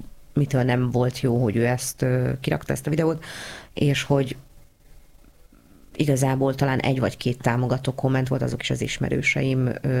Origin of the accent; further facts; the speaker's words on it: Hungary; Meg hát mi az, amitől mi magyarok vagyunk, ugye?